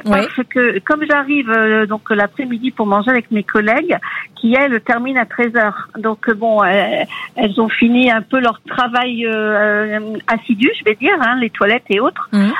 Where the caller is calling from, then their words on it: Hauts-de-France, France; Près de Lille.